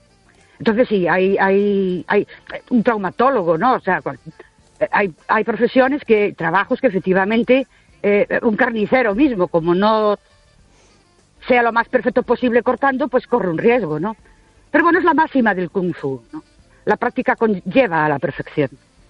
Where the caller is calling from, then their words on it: Ourense, Galicia, Spain; de Ourense.